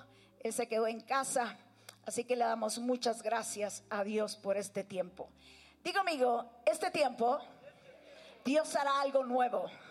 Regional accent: Guatemala City, Guatemala Department, Guatemala; Vengo de la ciudad de Guatemala y pastoreamos una iglesia en la ciudad llamada Tiempos de Gloria.

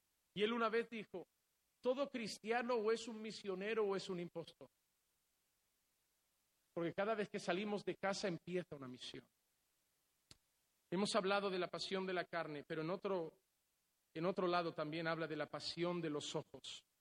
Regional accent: Barcelona, Catalonia, Spain; Yo vengo de Barcelona.

